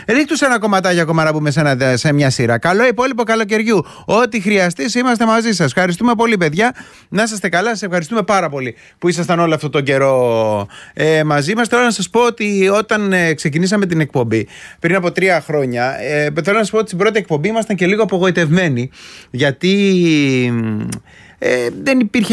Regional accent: Attica, Greece; γιατί εγώ είμαι και λίγο από τα Μεσόγεια και ξέρετε κάτι, όταν μπαίνω σε ένα σπίτι και πάω και ένα γλυκό, θέλω να με κεράσω και κάτι.

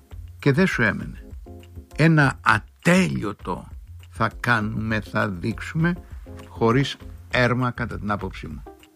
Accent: Crete, Greece; κοντοχωριανή μας ένα Ανδρουλάκη, 4-5 χιλιόμετρα το χωριό του από το χωριό μου

